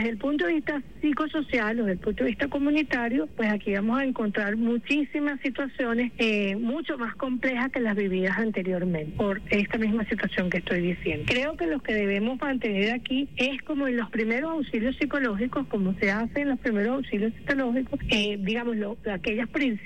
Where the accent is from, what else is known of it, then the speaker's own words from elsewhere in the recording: Venezuela; lo que nos define como venezolanas y venezolanos